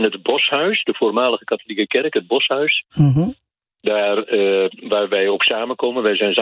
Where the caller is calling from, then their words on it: Oosterhuizen, Gelderland, Netherlands; Ik zit in Oosterhuizen